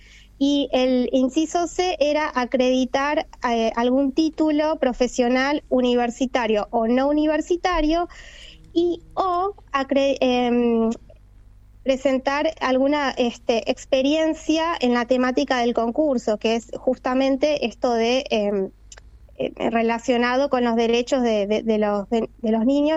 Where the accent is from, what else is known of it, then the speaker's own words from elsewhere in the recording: Río Grande, Tierra del Fuego, Argentina; now in Ushuaia, Argentina; Sí, yo toda la vida viví en la isla, en Río Grande particularmente. Recién este año estoy en Ushuaia, pero toda la vida.